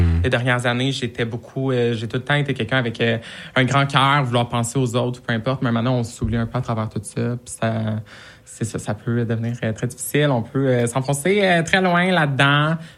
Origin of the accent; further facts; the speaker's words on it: Rouyn-Noranda, Quebec, Canada; now in Sainte-Agathe-des-Monts, Canada; En Abitibi-Témiscamingue, à Rwanda, avec ma famille, ma petite sœur, ma petite famille.